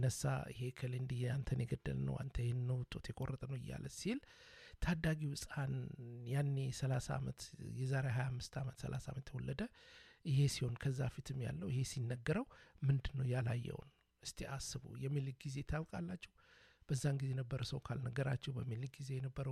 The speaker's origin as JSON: {"language": "Amharic", "region": "Dire Dawa", "country": "Ethiopia", "tie": "born or raised there", "moved": "yes", "lives_now": "Vancouver, Canada", "said": "አማራ ነኝ ምንም የምጠረጠርበት የለም ነገር ግን ተወልጄ ያደኩት ነው ድሬዳዋ ነው"}